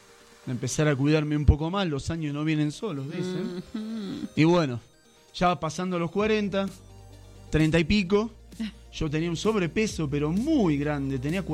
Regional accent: Argentina; moved away as an adult; Soy argentino. Tengo la fortuna de haber llegado a este país hace 24 años, supuestamente por 3 meses, y acá estoy todavía.

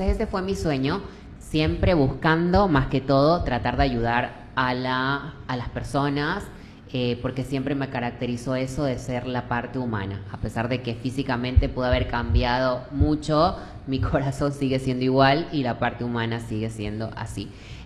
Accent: Ecuador; moved away as an adult; now in Argentina; Cuando me fui de Ecuador a Argentina, fui con mi corazón prácticamente roto, dividido en dos.

